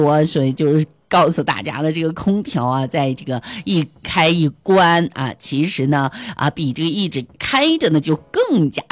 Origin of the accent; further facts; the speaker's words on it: Henan, China; moved away; 我们河南那边真的天特别的热哈